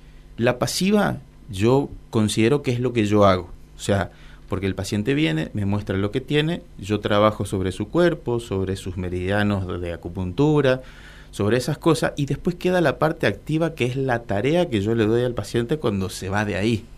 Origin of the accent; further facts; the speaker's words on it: Corrientes, Argentina; de donde yo vengo, pues yo soy del interior de Corrientes, había taekwondo, entonces hice un tiempo taekwondo. Después, cuando me fui a Corrientes, comencé a hacer kung fu.